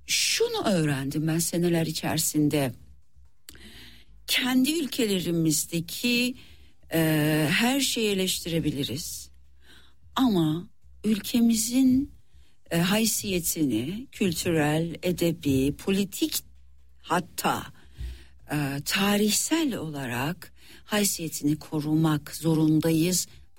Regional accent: Iran; now in Turkey; ben bir İranlı olarak, Türkiye'de yaşayan bir İranlı olarak, İran'a gidip gelen bir İranlı olarak

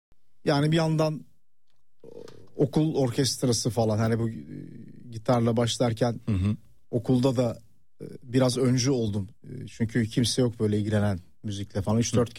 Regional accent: Istanbul, Turkey; Ben Taksim'de doğdum. Yani ilk doğduğum ev, hatta yıllarca orada oturduk.

